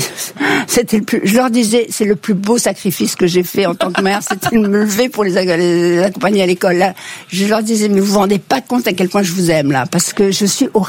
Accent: Casablanca, Casablanca-Settat, Morocco; moved away; Et moi, je suis née au Maroc, vous savez.

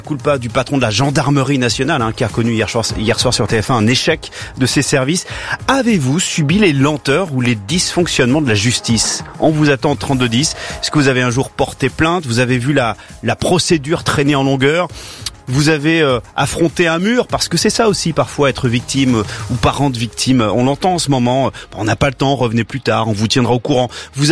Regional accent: France; On est français.

